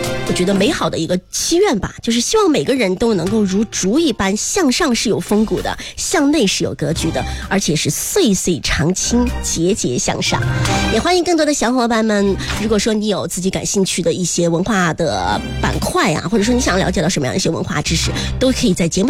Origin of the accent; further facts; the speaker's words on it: Yibin, Sichuan, China; 我的家乡四川啊，是四川的宜宾的蜀南竹海。